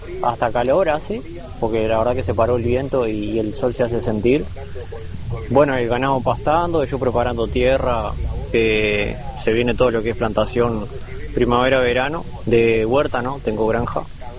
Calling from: Artilleros, Colonia, Uruguay; Un abrazo grande de acá, de Artillero.

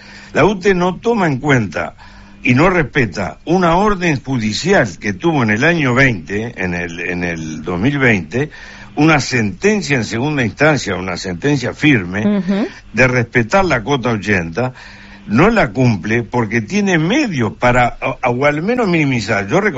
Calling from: Durazno, Uruguay

